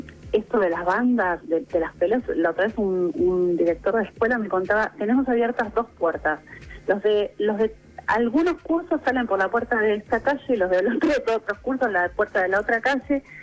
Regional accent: Moreno, Buenos Aires Province, Argentina; En San Miguel no podemos entrar porque somos de Moreno

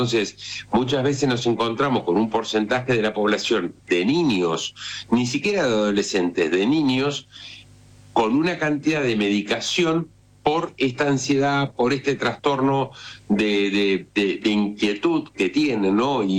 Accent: Argentina

